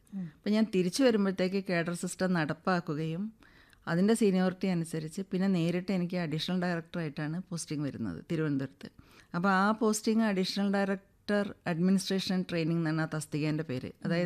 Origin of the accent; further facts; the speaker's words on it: Kozhikode, Kerala, India; എൻ്റെ നാടാണ്, പിന്നെ ഞാൻ ജനിച്ചു വളർന്നത് കുതിരവട്ടം എന്നുള്ള പ്രദേശത്താണ്.